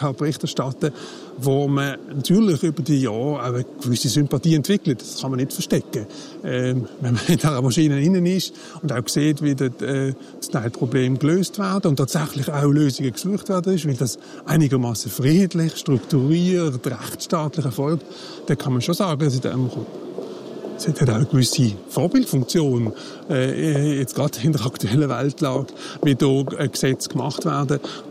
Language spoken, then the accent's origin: German; Switzerland; da stellt man sich ab und zu die Frage als Schweizer, ja, was heisst das für uns?